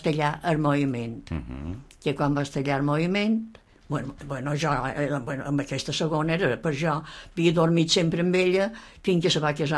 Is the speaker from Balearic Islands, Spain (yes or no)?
yes; Pollença, Balearic Islands, Spain; Jo som pollencina, mon mare era pollencina i mon pare era de Palma. Vaig néixer a Pollença, n'esquerra i Mallorca.